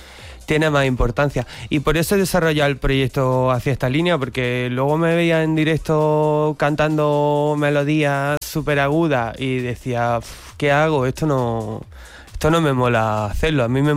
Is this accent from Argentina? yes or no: no; Granada, Andalusia, Spain; pero yo no soy Balearic, yo soy andaluz, de Granada.